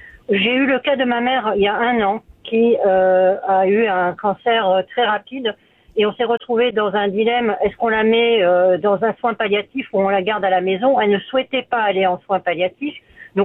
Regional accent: France; accent: French; now in Pointe-Claire, Canada; je suis d'origine française, comme ça se reconnaît au niveau de mon accent

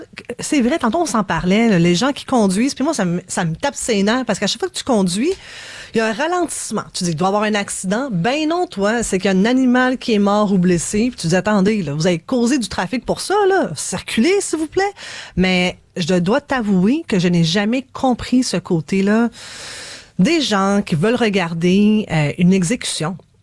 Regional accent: Canada; chez nous, au Canada

